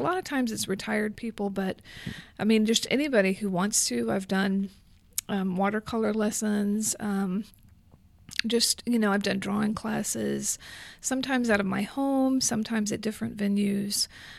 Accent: Bryan, Texas, United States; I grew up in Bryan. I've basically lived there almost my whole life.

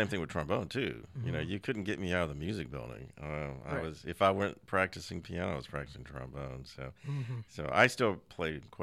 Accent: Austin, Texas, United States; also born or lived in Conroe, Texas; I was born in Conroe, and eventually we moved to Austin, which is where I grew up

